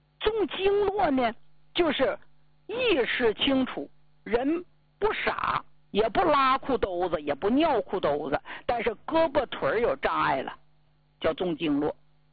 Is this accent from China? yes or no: yes; Jilin, China; 就咱们家乡就吉林呐